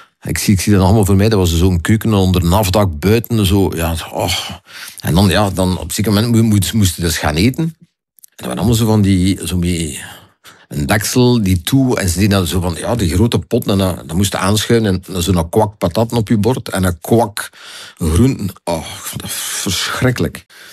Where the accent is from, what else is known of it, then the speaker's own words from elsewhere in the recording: Zottegem, East Flanders, Belgium; born there; also born or lived in Herzele; Dan ben ik geboren. Ik ben geboren in Zottegem. Ik heb gewoond in Herzelen, maar ook, ja, dat was altijd het ziekenhuis dichtstbij zijn waar ik woonde. Mijn ouders waren van daar